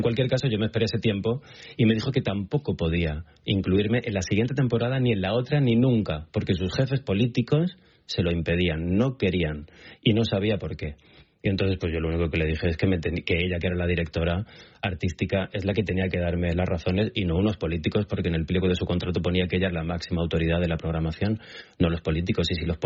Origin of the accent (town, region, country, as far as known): Spain